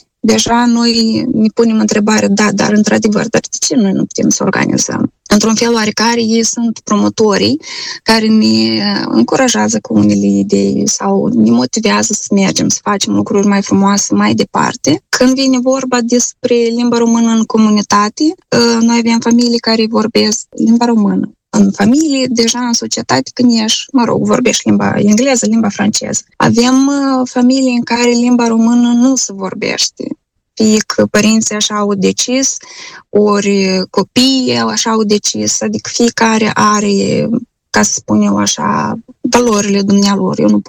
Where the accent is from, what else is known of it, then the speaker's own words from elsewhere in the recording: Moldova; now in Edmonton, Canada; Sunt moldoveni de-a noștri care au înscris copiii la școala respectivă, dar noi, comunitatea noastră, este relativ nouă